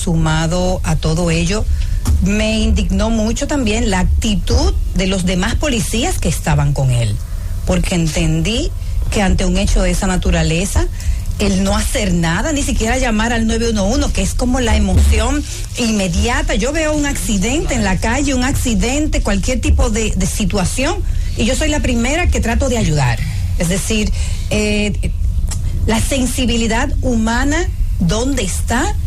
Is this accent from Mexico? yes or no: no; Dominican Republic; Como amiga, como mujer, como, ¿verdad?, como dominicana.